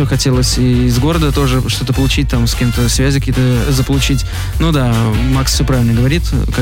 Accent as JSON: {"language": "Russian", "town": "Novopolotsk", "region": "Vitebsk Region", "country": "Belarus", "moved": "yes", "said": "А у нас это город маленький, мы всех знаем там."}